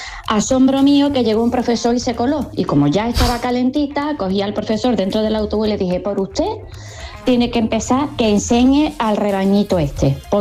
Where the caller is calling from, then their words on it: Seville, Andalusia, Spain; de Sevilla.